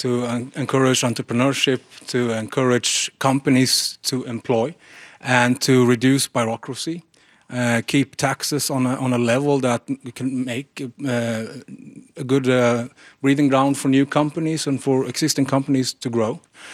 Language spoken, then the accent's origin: English; Sweden; I'm not from Stockholm, I'm from a rural area. The forest industry is very, very important there.